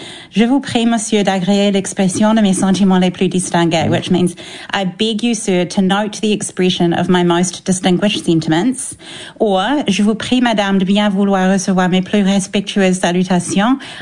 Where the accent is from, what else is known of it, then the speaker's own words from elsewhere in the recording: New Zealand; It feels important to do that as a New Zealander